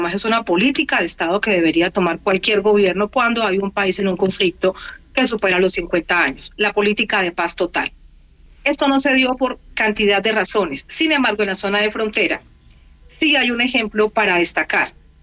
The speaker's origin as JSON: {"language": "Spanish", "country": "Colombia"}